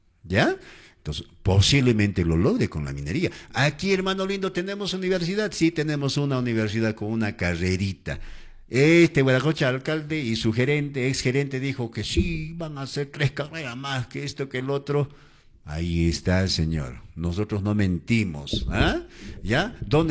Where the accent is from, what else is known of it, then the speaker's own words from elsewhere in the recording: Sicuani, Cusco, Peru; now in Santo Tomás, Peru; yo soy canchino. En mi tierra, en la ciudad de Sicuani